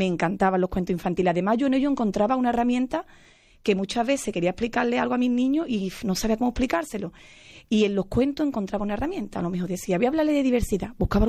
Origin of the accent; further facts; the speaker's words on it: El Saucejo, Andalusia, Spain; en el Saucejo, en mi pueblo